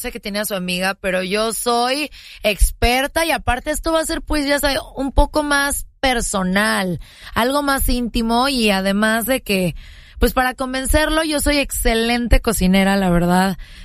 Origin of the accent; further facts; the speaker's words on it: Mexico; moved away as an adult; now in United States; Yo soy mexicana, mucha honra, puro Latino Power. Y como me acabo de mover aquí a Estados Unidos, pues estoy sola y todo.